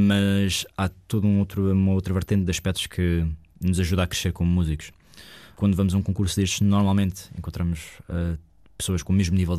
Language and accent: Portuguese; Caldas da Rainha, Centro, Portugal; sou natural das Caldas da Rainha, tenho 27 anos